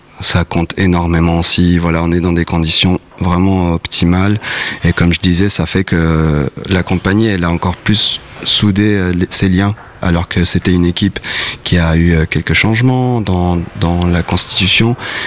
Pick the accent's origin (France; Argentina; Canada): Argentina; Moi, j'ai grandi en Argentine.